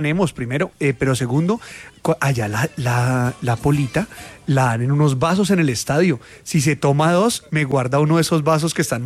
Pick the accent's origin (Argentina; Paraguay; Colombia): Colombia